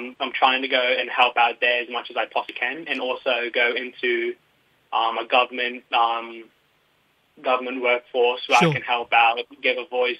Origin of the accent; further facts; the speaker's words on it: Queensland, Australia; I'm a Ugalem and Kualaki Torres Strait Islander boy.